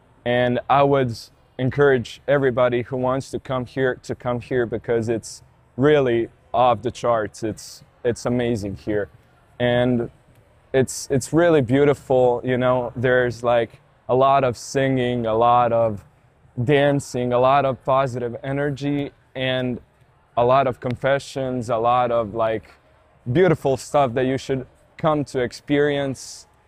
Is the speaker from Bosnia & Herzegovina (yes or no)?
yes; Medjugorje, Federation of Bosnia and Herzegovina, Bosnia & Herzegovina; English is a second language; I come from Medjugorje